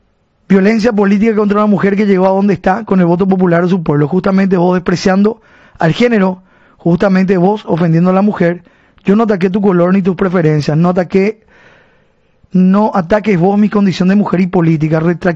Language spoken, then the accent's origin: Spanish; Paraguay; Yo soy senadora de la Nación Paraguaya, electa con votos. Antes fui diputada nacional, también electa con votos. Miles de paraguayos y paraguayas me votaron y me consideran su voz.